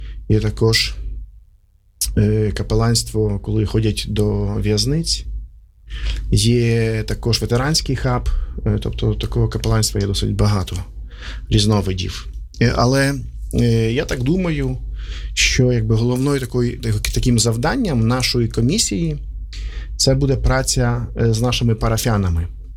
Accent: Berdychiv, Zhytomyr Oblast, Ukraine; moved away; also born or lived in Riga / Poland / Kyiv / Zviahel; Сам я родом з Бердичева, ось, але довгий час жив в Житомирі. Мабуть, навіть таку більшу частину життя на одному місці я прожив в Житомирі.

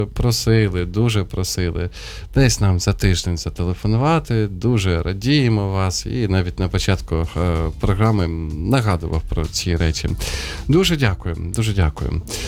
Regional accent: Sumy, Sumy Oblast, Ukraine; в моєму рідному місті, в Сумах.

